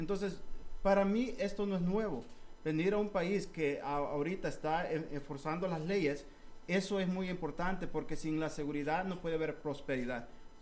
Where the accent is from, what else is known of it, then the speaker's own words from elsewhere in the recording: El Salvador; Somos los mismos salvadoreños en un lugar y en otro.